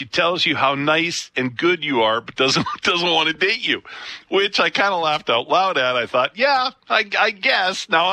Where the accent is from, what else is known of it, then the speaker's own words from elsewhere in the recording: Picture Butte, Alberta, Canada; moved away; And I grew up in a small town in southern Alberta, Picture Butte.